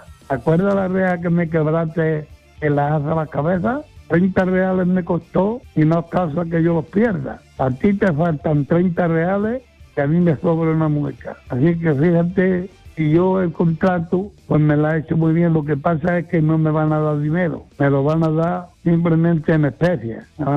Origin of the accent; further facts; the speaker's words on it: Padul, Andalusia, Spain; Mango gordo … de Padul.